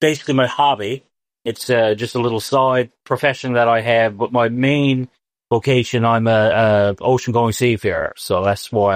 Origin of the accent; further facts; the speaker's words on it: Dildo, Newfoundland and Labrador, Canada; I've never been ashamed to ever say I was from Dildo.